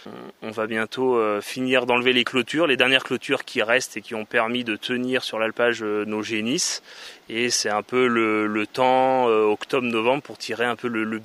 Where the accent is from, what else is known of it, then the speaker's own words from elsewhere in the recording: Gruffy, Auvergne-Rhône-Alpes, France; J'ai 32 ans, j'habite à Gruffy. J'ai un peu toujours vécu à Gruffy.